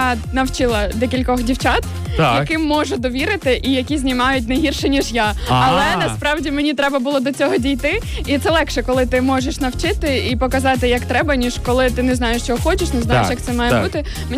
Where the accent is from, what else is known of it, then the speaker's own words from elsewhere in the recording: Kamianets-Podilskyi, Khmelnytskyi Oblast, Ukraine; Я родом з Кам'янця-Подільського, у мене там живуть батьки